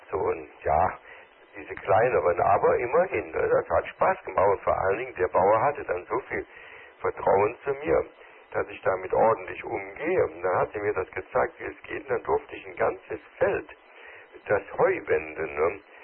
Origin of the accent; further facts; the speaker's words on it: Bonn, North Rhine-Westphalia, Germany; Obwohl ich gar nicht im Rheinland geboren bin, aber ich bin in Bonn aufgewachsen und da ist man natürlich auch ein bisschen geprägt